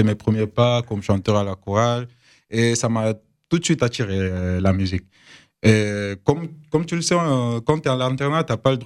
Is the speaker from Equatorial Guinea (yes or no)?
yes; Equatorial Guinea; also born or lived in Spain / Cameroon; now in France; Et originaire de la Guinée équatoriale, le seul pays de l'Afrique qui a comme langue première l'espagnol, et entouré par des pays francophones.